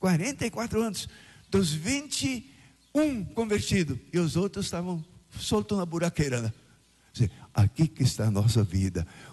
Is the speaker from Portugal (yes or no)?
no; Rio Grande do Sul, Brazil; moved away; Estive no sul do Brasil nesses dias, lá na minha terra, lá no sul do Rio Grande do Sul